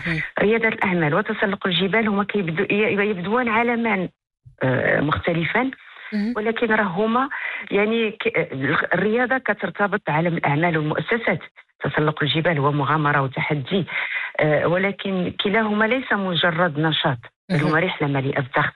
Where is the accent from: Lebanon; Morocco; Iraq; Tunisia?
Morocco; احنا مغاربة والجبل الرائع ديالنا طبقال، بديت منه